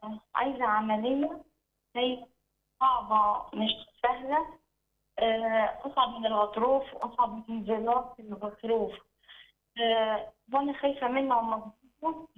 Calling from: Sohag, Sohag Governorate, Egypt; انا بنت الرب من سوهاج.

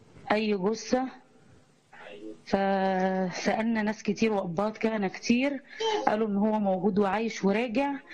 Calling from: Cairo, Cairo Governorate, Egypt; من القاهرة

